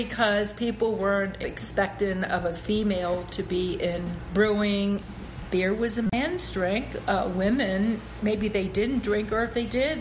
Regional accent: North Carolina, United States; North Carolina. I actually pulled out of a lot of areas and focusing now in the last couple years in my home state.

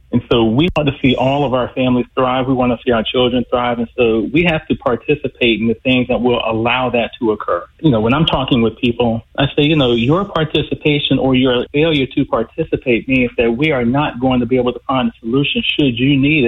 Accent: Orlando, Florida, United States; now in Tampa, United States; I am from Orlando.

